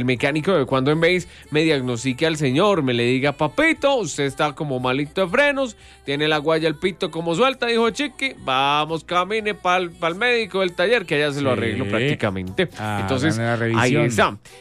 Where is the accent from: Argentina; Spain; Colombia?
Colombia; Boyacá; Todos somos boyacenses y como bien lo dice Duan, hacemos parte de este hermoso himno, de esta hermosa identidad que es ser boyacense.